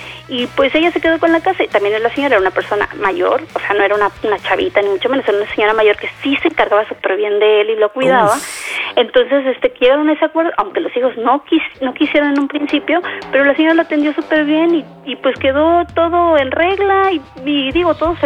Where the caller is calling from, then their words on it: Veracruz, Mexico; aquí en Veracruz